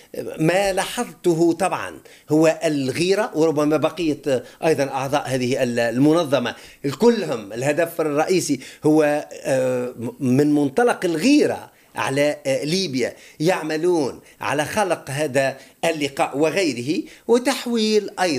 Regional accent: Tunisia; نحن في تونس

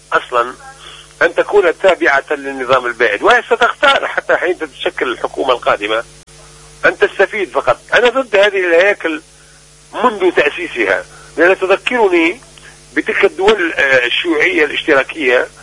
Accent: Sidi Bouzid, Tunisia; moved away; وأنني أنا شخصيا من سيدي بوزيد

